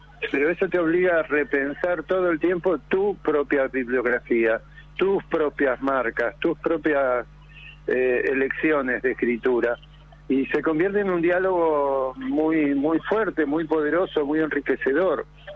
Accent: Buenos Aires, Argentina; yo tengo 78, Víctor Hugo. Cuando yo era pibe, yo nací en Mataderos, en un barrio de calle de tierra, y nadie leía en el barrio.

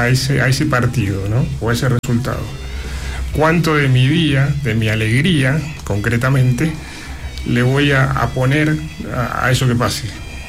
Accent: Argentina; born there; Fútbol es un tema que nos atraviesa a todos como argentinos, mucho. A mí me atravesó desde chico, ¿no? Nací acá, en este país.

